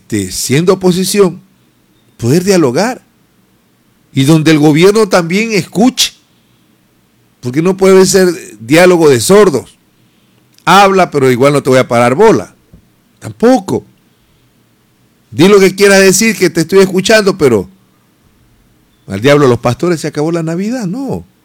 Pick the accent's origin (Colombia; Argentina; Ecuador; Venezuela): Ecuador; para entendernos como ecuatorianos.